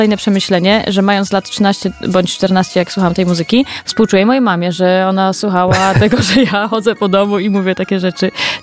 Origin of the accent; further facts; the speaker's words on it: Poznań, Greater Poland Voivodeship, Poland; jestem z Poznania